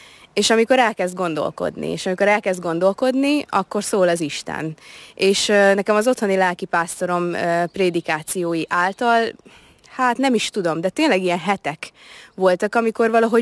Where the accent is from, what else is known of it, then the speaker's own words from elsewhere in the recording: Szabolcs-Szatmár-Bereg, Hungary; Én szabolcsi gyerek vagyok, tehát Borsodba jönni nekem érdekes volt megtapasztalni azt, hogy egyébként tényleg másak az emberek.